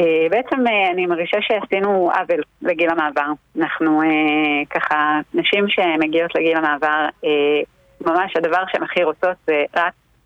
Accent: HaGoshrim, Northern District, Israel; אני מקיבוץ הגושרים.

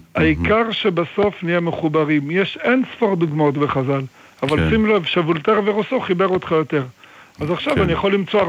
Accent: Netanya, Central District, Israel; born there; אני נולדתי בנתניה, אני מסתובב בנתניה

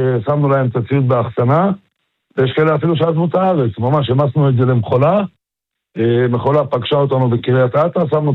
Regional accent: Marjayoun, Nabatieh Governorate, Lebanon; moved away; אני גדלתי בצד השני, נולדתי שמה.

